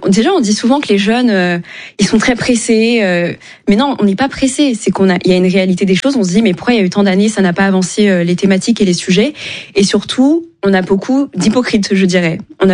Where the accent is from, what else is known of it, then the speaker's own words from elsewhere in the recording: Chad; Je suis tchadienne, bien sûr.